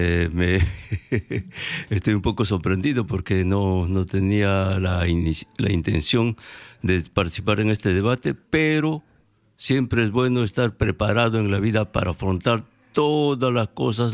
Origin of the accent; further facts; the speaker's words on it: Peru; moved away as an adult; porque yo estudié en la Universidad Nacional del Centro los años 80, entonces ahí yo me fui del Perú